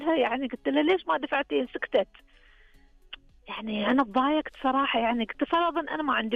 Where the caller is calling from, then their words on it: Saihat, Eastern Province, Saudi Arabia; انا اكلمك من المنطقه الشرقيه من سيهات.